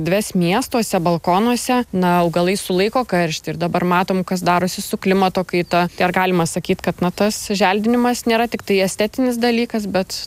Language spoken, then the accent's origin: Lithuanian; Vilnius, Vilnius County, Lithuania; pati tai esu iš Vilniaus